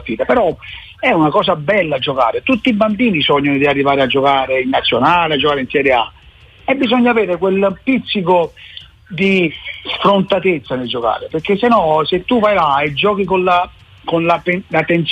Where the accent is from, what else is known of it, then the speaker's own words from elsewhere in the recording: Naples, Campania, Italy; chi nasce là nasce con una marcia in più, ma non perché siamo napoletani